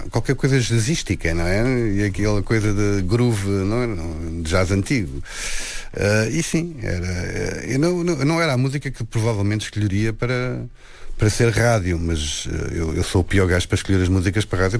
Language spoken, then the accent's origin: Portuguese; Lisbon, Portugal; born there; Eu nasci em Lisboa, vivia na urbe e serei sempre um gajo urbano.